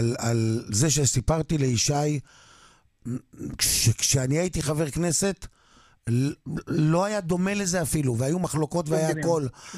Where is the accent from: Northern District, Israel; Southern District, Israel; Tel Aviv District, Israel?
Northern District, Israel; Kiryat Shmona; born there; אני בתור ילד, הייתי בקריית שמונה